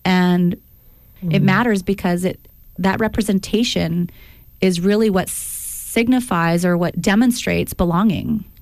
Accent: Dauphin, Manitoba, Canada; I think even for myself growing up in Dauphin, there were only, you know, one or two instructors.

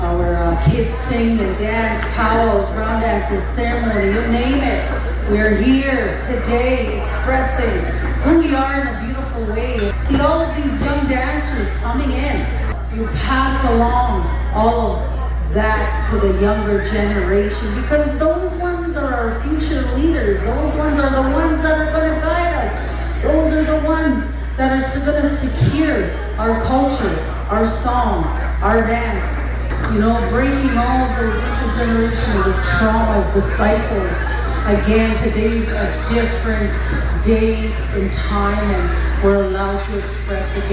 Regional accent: Canada; I come from the Kewaukatoos First Nations.

